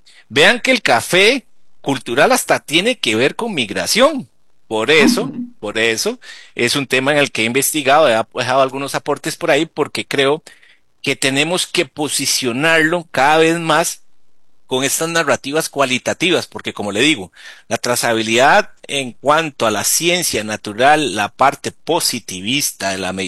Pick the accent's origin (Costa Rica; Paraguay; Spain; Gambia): Costa Rica; nosotros como costarricenses tenemos que sentirnos muy orgullosos de esa identidad cafetalera